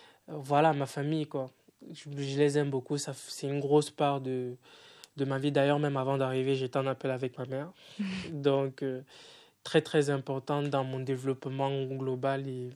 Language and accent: French; Cameroon; moved away; also born or lived in Tunisia; je suis parti, j'ai quitté le Cameroun assez jeune et j'ai passé 4 ans en Tunisie.